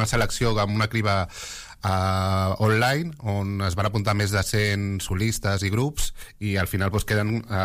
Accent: Sant Andreu, Catalonia, Spain; Doncs jo, que sóc de Sant Andreu de tota la vida, pues, vaig veure que avui en dia

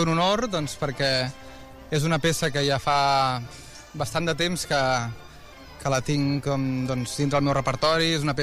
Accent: Sant Andreu de la Barca, Catalonia, Spain; de tant en tant poder tornar al poble on he crescut

